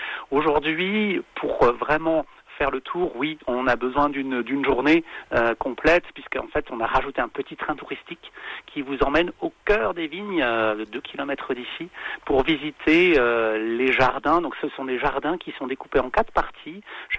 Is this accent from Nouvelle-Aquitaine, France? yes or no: no; Grand Est, France; moved away; Moi, je suis alsacien d'origine, oui.